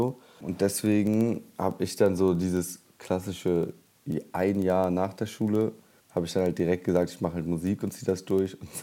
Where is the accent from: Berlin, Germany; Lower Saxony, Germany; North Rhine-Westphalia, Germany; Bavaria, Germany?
North Rhine-Westphalia, Germany; ich bin aus dem Ruhrgebiet in NRW.